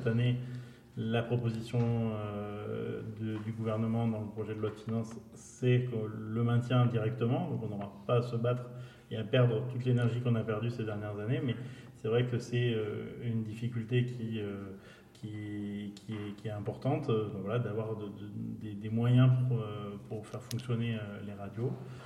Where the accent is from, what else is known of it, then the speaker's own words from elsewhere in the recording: Occitanie, France; mais comme chez moi, en Lozère